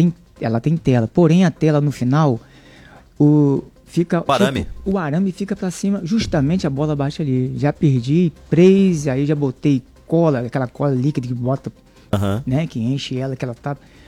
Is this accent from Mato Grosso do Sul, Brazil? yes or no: no; Campos dos Goytacazes, Rio de Janeiro, Brazil; sou de Campos Goytacazes.